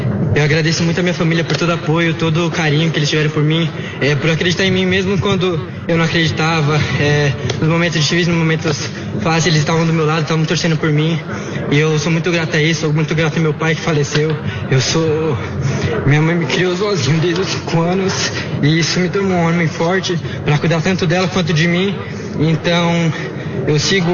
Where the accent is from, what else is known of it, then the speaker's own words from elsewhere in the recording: São Paulo, Brazil; moved away; eu vim lá da Zona Sul de São Paulo